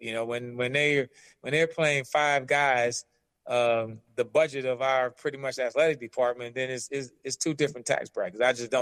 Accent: New Orleans, Louisiana, United States; And I'm from New Orleans, right?

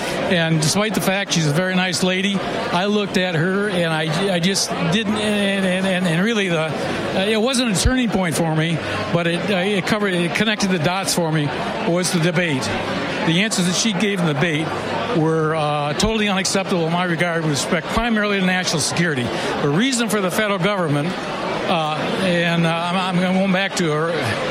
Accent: Greenville, South Carolina, United States; And even though I was from Greenville, I supported him.

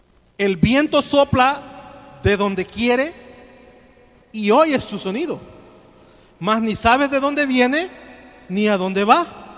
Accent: El Salvador; yo cuando miro esos tatuados en mi país, en El Salvador

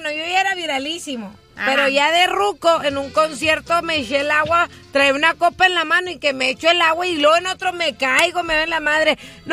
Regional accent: Michoacán, Mexico; Sí, soy originario de Michoacán, pero La neta, el norte a mí me robó.

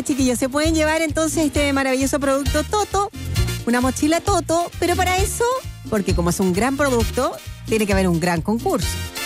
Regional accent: Chile; Somos chilenos.

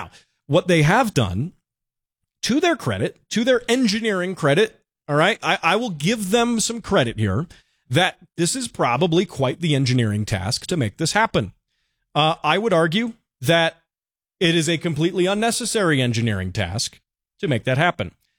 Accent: United States; as an upstanding American citizen

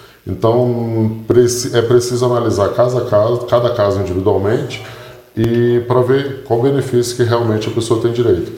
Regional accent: Brasília, Federal District, Brazil; Sim, sou de Brasília.

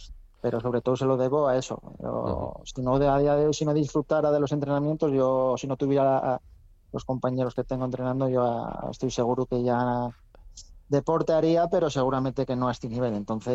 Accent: Ribadesella, Asturias, Spain; yo soy de Ribadesella y entreno en Ribadesella

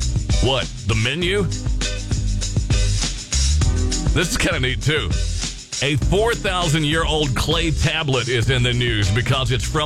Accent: Kentucky, United States; The first headquarters for KFC is going up for auction in, well, my home state, Shelbyville, Kentucky.

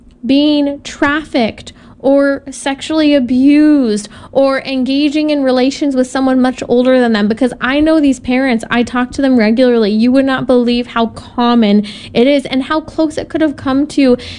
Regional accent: California, United States; born or raised there

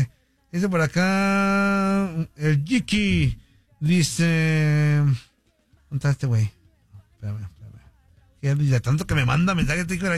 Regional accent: Mexico

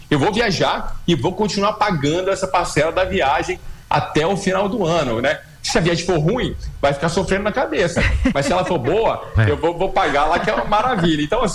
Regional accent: Rio de Janeiro, Brazil; eu sou carioca

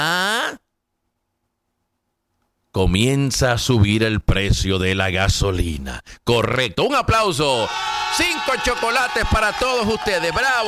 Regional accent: Caguas, Puerto Rico; como dicen allá en mi pueblo, en Caguas, Puerto Rico, van a seguir estirando el chicle

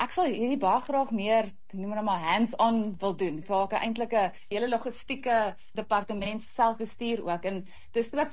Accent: Pretoria, Gauteng, South Africa; Ek het in Pretoria groot geword.

